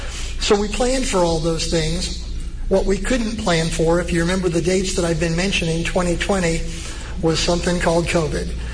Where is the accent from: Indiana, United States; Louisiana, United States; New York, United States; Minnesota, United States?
Indiana, United States; Huntingburg; Well, when I was a kid growing up in Huntingburg, in our grade school